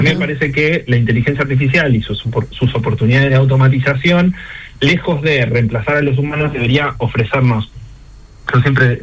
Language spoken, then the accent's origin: Spanish; Argentina; Nos queda bastante lejos eso a nosotros como argentinos.